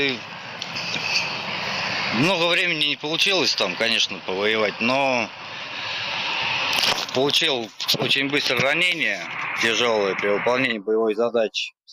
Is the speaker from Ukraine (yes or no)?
no; Lipetsk, Lipetsk Oblast, Russia; Да, это Липецк, я своим родным.